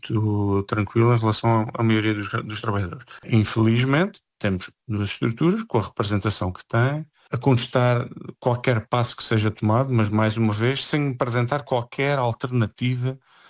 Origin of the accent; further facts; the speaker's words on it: Portugal; esperamos todos nós, enquanto portugueses, que o Parlamento tome as melhores decisões para o país.